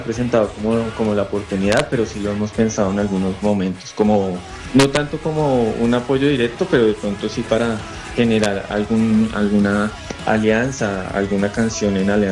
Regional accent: Colombia; no solo como colombianos, sino como latinos

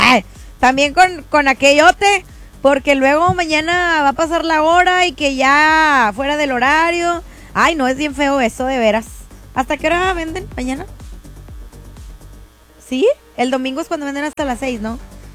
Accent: Monterrey, Nuevo León, Mexico; como buenos mexicanos y buenísimos regios que somos.

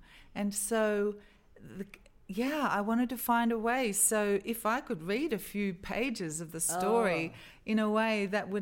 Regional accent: Australia; born there; I was born in Australia

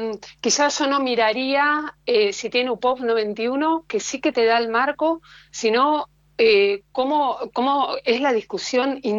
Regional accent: Argentina

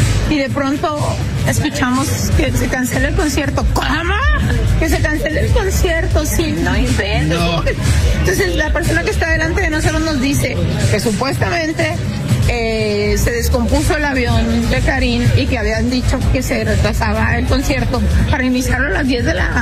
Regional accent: Chihuahua, Mexico

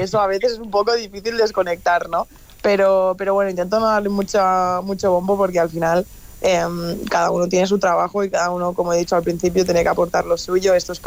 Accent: Balearic Islands, Spain

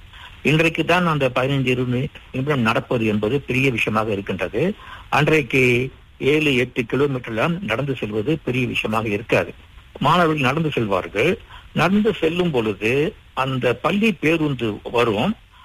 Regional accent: Banting, Selangor, Malaysia; நான் வந்து சிலாங்கூர் மாநிலத்தில் பந்திங் என் வட்டாரத்திற்கு அருகில் இருந்த புருக்ளைன்ஸ் தோட்டத்தில் பிறந்தேன். இப்பொழுது அது பண்டார் பாரு மக்கோத்தா அப்படின்னு பெயர் சூட்டப்பட்டிருக்கிறது.

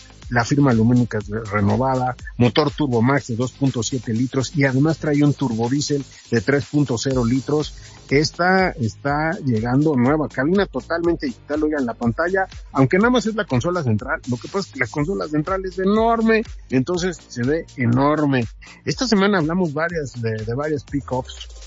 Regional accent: Mexico; Recuerden que también nosotros como mexicanos somos anfitriones de todo lo que está pasando en el mundo del balompié.

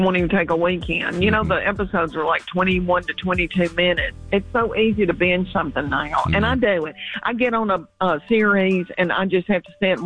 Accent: Adams, Tennessee, United States; And I'm from Adams, Tennessee, right outside of Nashville.

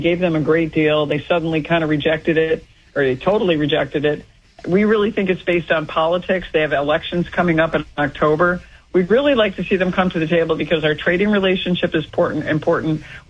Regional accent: Utica, New York, United States; my hometown, my home city is Utica, New York

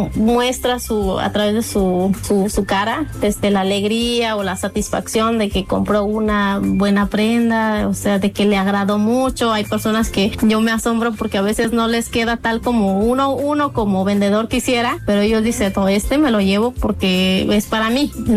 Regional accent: San Vicente, Mexico

